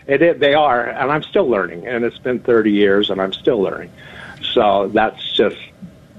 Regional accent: San Diego, California, United States; moved away as an adult; now in Northern Idaho, United States; I moved up here. I was originally from San Diego, and we moved up here 30 years ago and have never left.

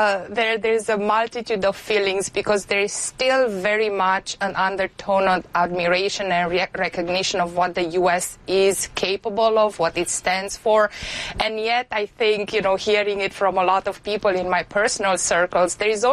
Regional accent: Oradea, Bihor County, Romania; born or raised there; English is a second language; also born or lived in Timișoara

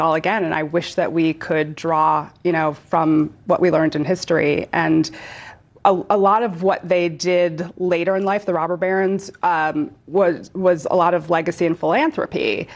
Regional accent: Ohio, United States; now in California, United States; I'm from Ohio.

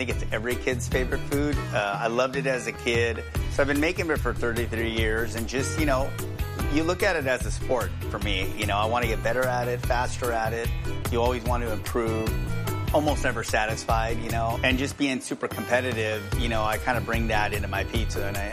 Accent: Fremont, California, United States; I grew up in Fremont, California, and we lived on a farm.

